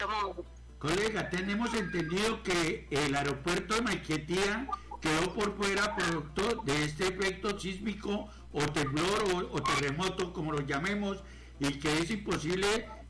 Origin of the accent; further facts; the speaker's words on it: Colombia; now in Villavicencio, Colombia; nosotros como colombianos